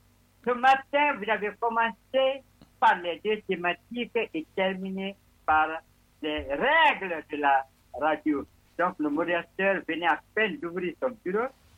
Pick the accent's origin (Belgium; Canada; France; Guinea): Guinea; Lola, Nzérékoré Region; moi je suis de Lola